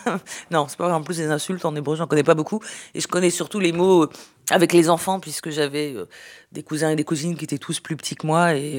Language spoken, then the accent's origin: French; Sarcelles, Île-de-France, France; born there; J'étais choquée, scandalisée qu'on puisse parler de mon village natal ainsi.